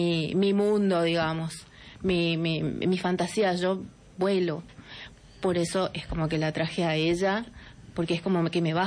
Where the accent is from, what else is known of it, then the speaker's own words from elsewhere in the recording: Villa Ocampo, Santa Fe, Argentina; Yo soy de Villocampo